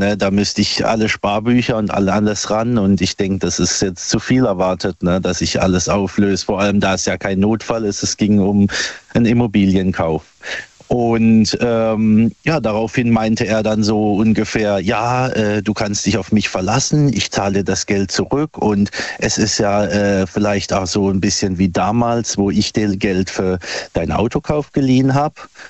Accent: Buchen, Baden-Württemberg, Germany; Aus Buchen im schönen Odenwald.

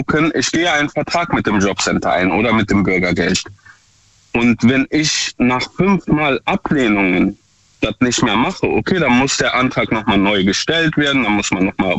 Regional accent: Duisburg, North Rhine-Westphalia, Germany; Ich komme aus Duisburg.

